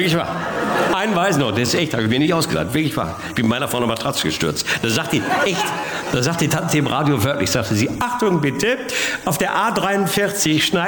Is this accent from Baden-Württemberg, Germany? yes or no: no; North Rhine-Westphalia, Germany; Jetzt komme ich aus dem Ruhrgebiet